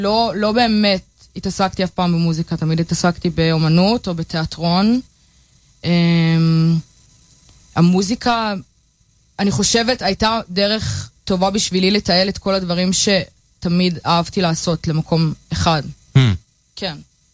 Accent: Bat Yam, Tel Aviv District, Israel; also born or lived in Plymouth; now in London, United Kingdom; כן, אני מבת ים. עכשיו אני אגור בלונדון, עוד שבוע.

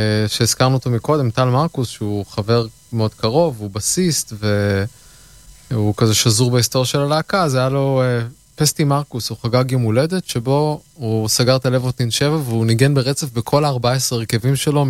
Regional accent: Haifa, Haifa District, Israel; moved away as an adult; אז אני גדלתי שם

